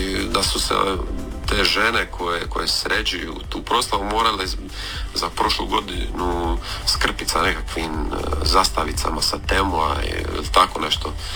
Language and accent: Croatian; Orebić, Dubrovnik-Neretva County, Croatia; Evo, lijep pozdrav … dolazim sa Pelješca, točno iz Orebića.